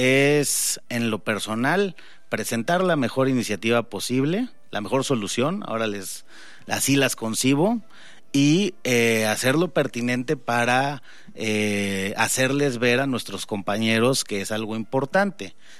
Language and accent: Spanish; Mexico